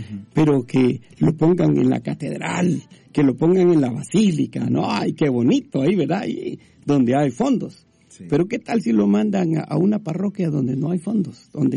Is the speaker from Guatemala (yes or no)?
yes; Guatemala; now in United States; de donde yo vivo, donde yo crecí, en Guatemala